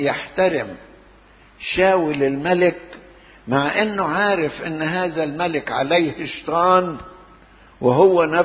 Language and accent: Arabic; Benha, Qalyubia, Egypt; born there; now in Cairo, Egypt; لما جينا من بنها من الريف وجينا في القاهرة